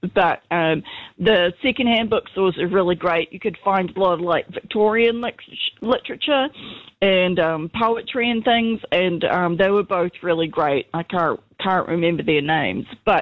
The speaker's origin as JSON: {"language": "English", "town": "Hamilton", "region": "Waikato", "country": "New Zealand", "also_born_or_lived": "Christchurch", "said": "I just want to say that I lived in Christchurch prior to the earthquake. I'm not a Cantab. I'm from Hamilton, but I moved to Christchurch a couple of times, and I really enjoyed it."}